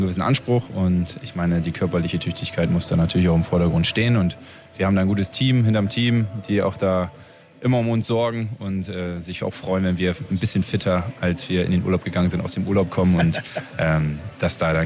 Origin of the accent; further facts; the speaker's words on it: Oldenburg, Lower Saxony, Germany; Also ich habe noch auf der schönen Haaren-Esch-Anlage und das war eine schöne große Rasenf